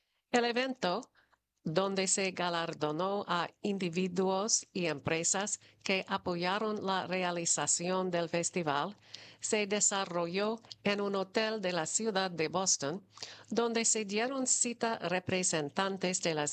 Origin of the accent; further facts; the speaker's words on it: Dominican Republic; Aquí hay mucha historia y vamos a demostrar al mundo quiénes somos y para dónde queremos ir como dominicanos.